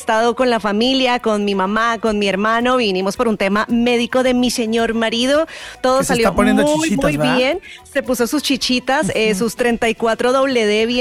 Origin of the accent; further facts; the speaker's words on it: Bogotá, Colombia; qué gusto pegarles un buen saludito desde mi tierra natal, desde Bogotá, Colombia, desde los estudios de Caracol.